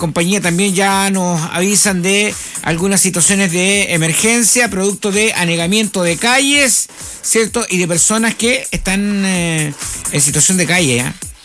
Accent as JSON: {"language": "Spanish", "country": "Chile", "said": "somos porfiados los chilenos"}